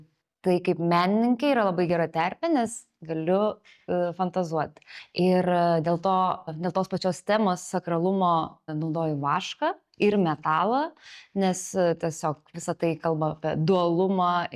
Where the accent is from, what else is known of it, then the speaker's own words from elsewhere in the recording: Ramygala, Panevėžys County, Lithuania; now in Vilnius, Lithuania; Aš užaugau Ramygaloje, kurios kultūros centras yra buvusi sinagoga, prie mano namų yra apleistos žydų kapinės, kurios vietiniai tvarko.